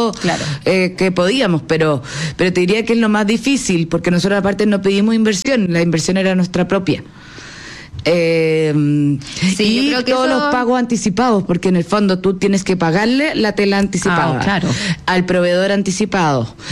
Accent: Vitacura, Santiago Metropolitan Region, Chile; nosotras las dos somos de Vitacura y nos metemos a todo lo de la municipalidad

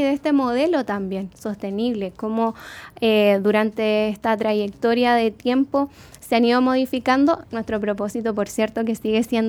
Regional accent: Concepción, Biobío, Chile; quienes somos de Concepción Penquista

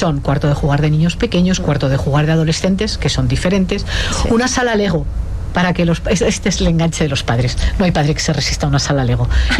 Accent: León, Castile and León, Spain; Yo soy leonesa, en León la unidad de paliativos está en Valladolid

